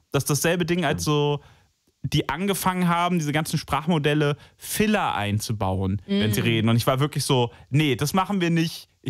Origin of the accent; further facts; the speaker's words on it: Alzey, Rhineland-Palatinate, Germany; born or raised there